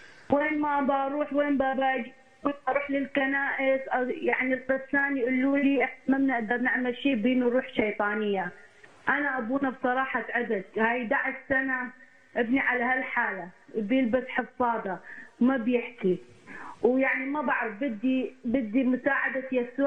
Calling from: Canada

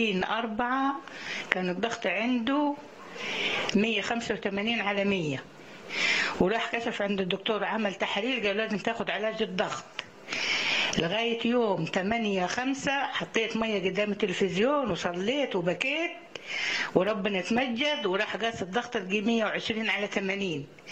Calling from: Kom Ombo, Aswan Governorate, Egypt; من كومومبو محافظة اسوان.

